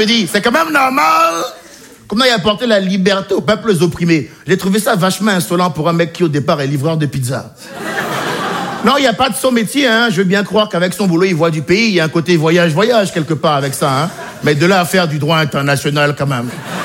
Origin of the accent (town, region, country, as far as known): Benin; born or raised there